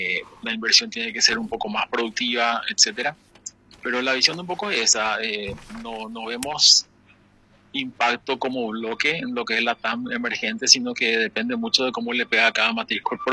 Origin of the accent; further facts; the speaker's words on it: Paraguay; Nosotros de Paraguay